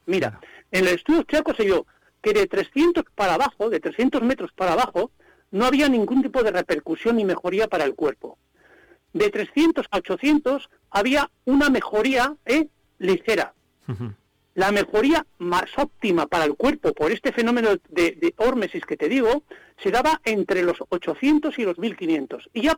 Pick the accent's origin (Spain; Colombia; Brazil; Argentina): Spain; La Rioja; now in Soria, Spain; yo soy riojano, nací en La Rioja, uh-huh. vivo en Soria desde hace más de 40 años